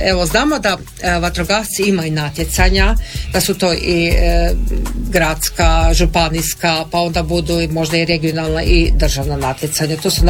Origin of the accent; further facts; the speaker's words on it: Hrvatsko Zagorje, Croatia; kod nas u Zagorju